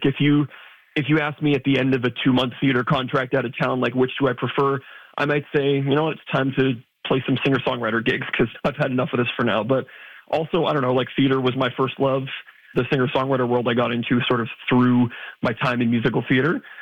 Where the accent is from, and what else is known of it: Ontario, Canada